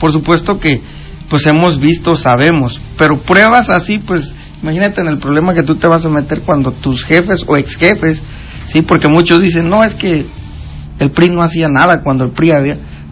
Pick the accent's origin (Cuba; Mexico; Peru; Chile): Mexico; Petatlán, Guerrero; born or raised there; now in Zihuatanejo, Mexico